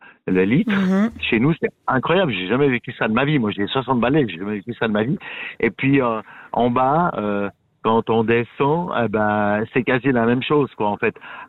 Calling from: Switzerland

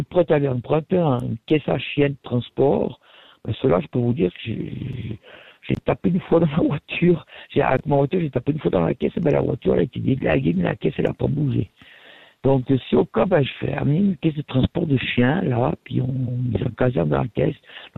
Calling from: Valais, Switzerland; je suis du Valais

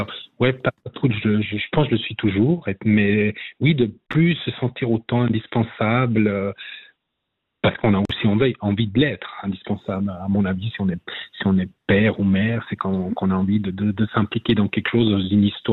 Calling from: France; De Saint-Pré.

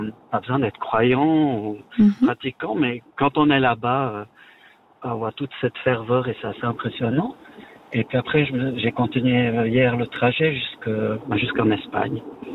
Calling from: Valais, Switzerland; je suis valaisan, encore.

